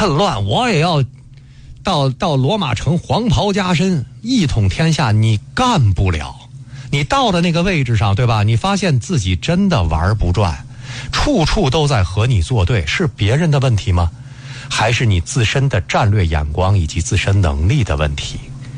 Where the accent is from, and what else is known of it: China